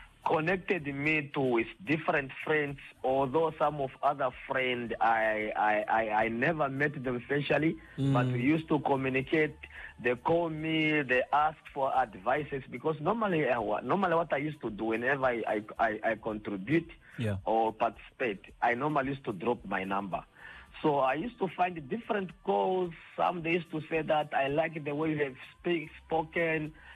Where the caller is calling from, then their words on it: Linyanti, Zambezi, Namibia; You, I'm calling from Linyanti village now.